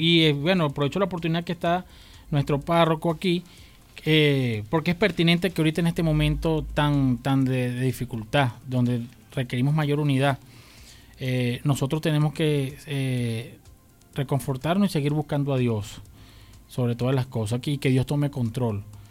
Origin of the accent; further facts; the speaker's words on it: Venezuela; como primero como venezolanos